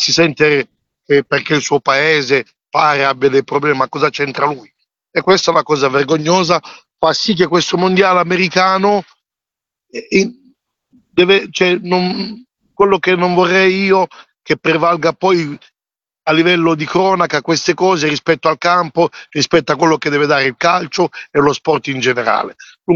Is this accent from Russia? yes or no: no; DR Congo; la Repubblica Democratica del Congo, il mio paese